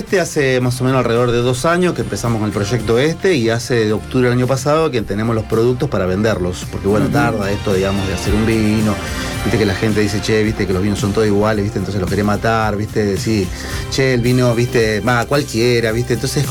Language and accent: Spanish; Bouquet, Santa Fe, Argentina; moved away as an adult; now in Rosario, Argentina; yo digo siempre que soy de Bouquet, pero vivo en Rosario. Y hace 30 años que vivo acá en Rosario, ¿no? Y cada vez que voy a algún lado siempre nombro el pueblo, ¿no?